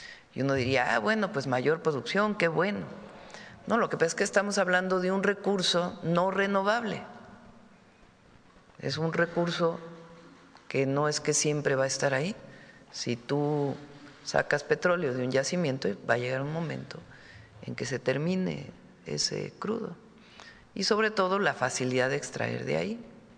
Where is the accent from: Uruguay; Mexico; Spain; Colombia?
Mexico; entre todos somos parte de México, de este gran país, de nuestro gran pueblo.